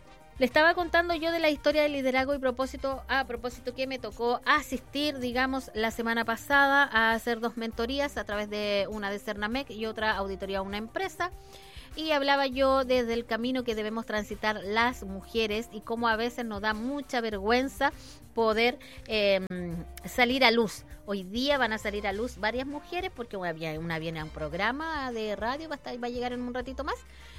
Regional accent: Argentina; coach, soy de Argentina, mira, me encanta, ¿cómo están?

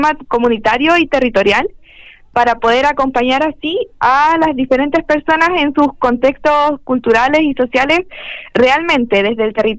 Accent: Valparaíso, Chile; nuestra identidad como porteños

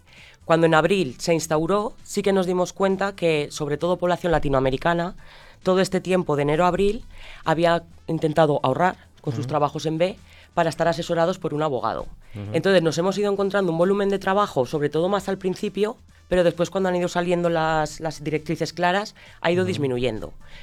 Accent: Albalate de Cinca, Aragon, Spain; yo que soy de Albalate de Cinca, tema agrícola

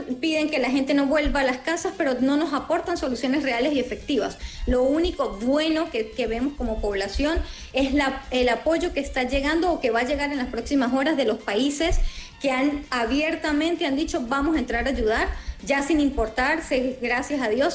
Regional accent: Venezuela; nosotros como venezolanos no tenemos una cultura tal vez como la tienen ustedes en Chile

